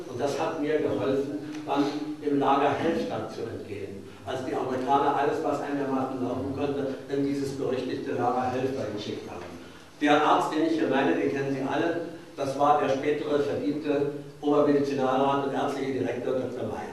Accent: Königsberg, Kaliningrad Oblast, Russia; moved away; Ich habe 1943 in Königsberg, meiner Heimatstadt, das Abitur gemacht, war auch noch an der Albertina-Universität meiner Stadt eingeschrieben

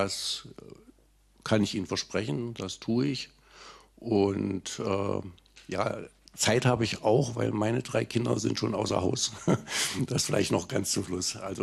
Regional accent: Bad Dürrenberg, Saxony-Anhalt, Germany; Lebensalter 61 Jahre alt, aufgewachsen in Bad Dürnberg, als Fachanwalt für Arbeitsrecht in Leuna tätig

